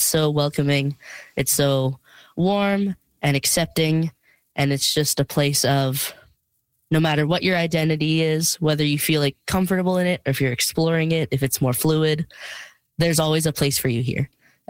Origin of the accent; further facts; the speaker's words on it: Prince Albert, Saskatchewan, Canada; now in Saskatoon, Canada; I was born and raised in Prince Albert, and I'd basically lived there my whole life until I moved here for university. So I haven't really known a home other than Saskatchewan. I've always been here.